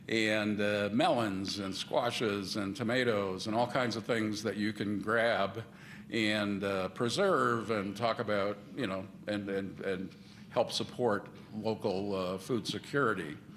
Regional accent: New England, United States; I grew up in New England

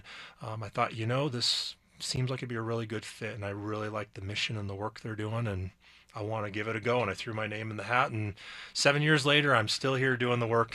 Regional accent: Loveland, Colorado, United States; also born or lived in Fort Collins, Colorado / Kansas; So I grew up in the Front Range. I grew up in Loveland, Fort Collins. Went to school out in Kansas and then moved back to the Front Range.

